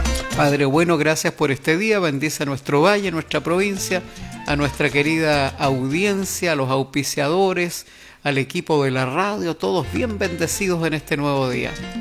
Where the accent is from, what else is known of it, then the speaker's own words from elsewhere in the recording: Chile; somos chilenos todo el año